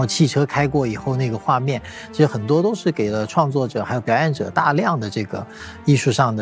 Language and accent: Chinese; Suzhou, Jiangsu, China; 我是江苏，